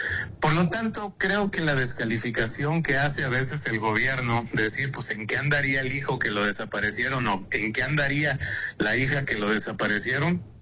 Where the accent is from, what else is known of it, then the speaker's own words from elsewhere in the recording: Mexico; mal como mexicano.